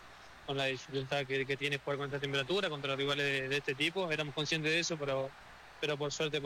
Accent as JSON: {"language": "Spanish", "country": "Argentina", "said": "Nosotros como argentinos estamos también acostumbrados a sufrir"}